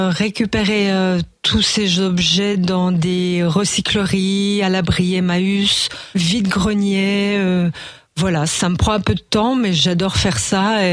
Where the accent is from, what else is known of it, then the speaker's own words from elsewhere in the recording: Bussang, Grand Est, France; also born or lived in Gérardmer; now in Gerbépal, France; Je suis née à Bussan, oui. Oui, oui, j'habite Gerbépal, mais je suis née à Bussan. J'ai habité quelques années à Gérardmer également. Oui, je suis une vraie Vosgienne.